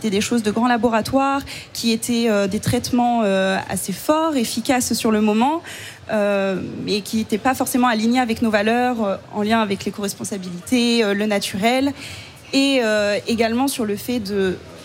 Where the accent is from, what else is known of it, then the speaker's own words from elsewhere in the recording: Île d'Oléron, Nouvelle-Aquitaine, France; comme on vient de l'île d'Oléron à côté de La Rochelle